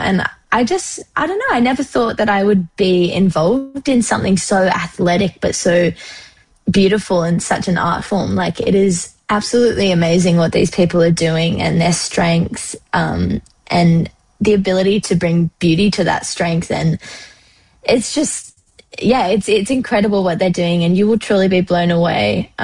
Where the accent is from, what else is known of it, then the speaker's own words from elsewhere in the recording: Australia; I'm from Australia.